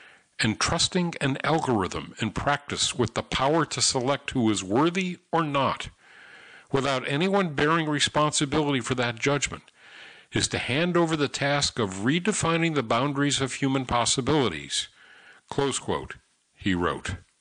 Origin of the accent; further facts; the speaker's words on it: Syracuse, New York, United States; And actually, as a kid growing up in Syracuse, New York, Syracuse had a baseball team, longstanding, the Syracuse Chiefs